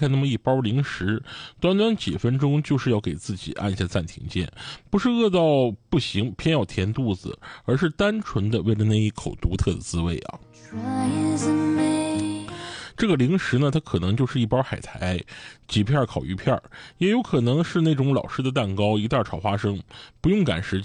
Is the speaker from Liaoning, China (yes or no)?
yes; Dalian, Liaoning, China; 其实呢咱们大连人做事儿啊，不总是追求急匆匆的把事做完，